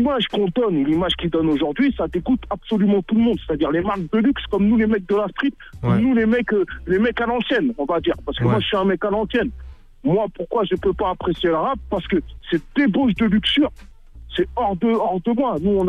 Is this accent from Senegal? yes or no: yes; Senegal; moi, chez moi, au Sénégal